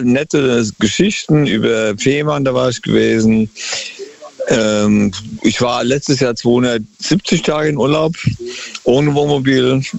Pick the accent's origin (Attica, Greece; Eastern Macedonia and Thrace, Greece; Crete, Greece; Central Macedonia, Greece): Crete, Greece; Und dann am 5. von Athen übersieht nach auf Kreta, meine Heimat eigentlich, Paide Castro.